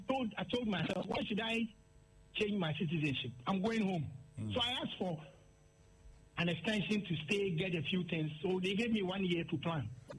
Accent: Ghana; It means that after graduation, I have to come to my home country and stay for at least 2 years before I can come back.

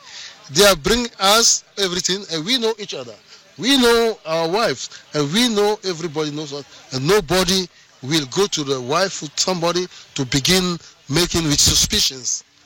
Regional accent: Togo; I can understand it, speak it is a little bit, but I'm from Togo.

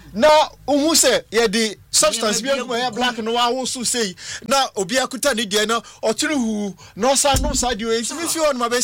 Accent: South Africa; as a South African, so me see what they people are not narrating the narrative tells us how they live and the way they do things.

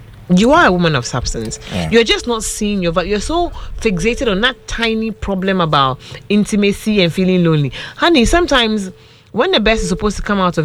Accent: Accra, Greater Accra, Ghana; also born or lived in La; I grew up in Osu.

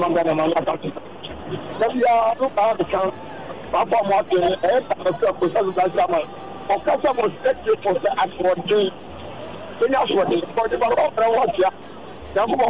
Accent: Madagascar; I'm from Madagascar.

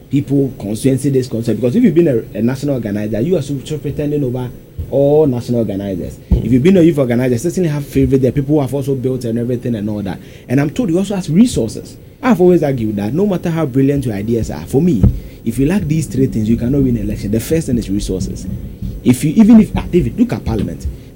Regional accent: Eastern Region, Ghana; I come from the Eastern region.

